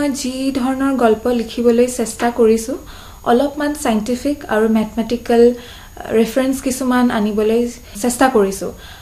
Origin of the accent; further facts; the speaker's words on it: Guwahati, Assam, India; also born or lived in Delhi; মোৰ জন্ম গুৱাহাটীতে। মই স্কুলিং কৰিছোঁ ছেইণ্ট ষ্টিফেন স্কুল গুৱাহাটী, খ্ৰীষ্টান বস্তিত।